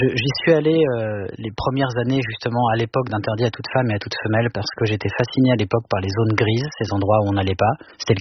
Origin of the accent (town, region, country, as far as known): Le Havre, Normandy, France; born or raised there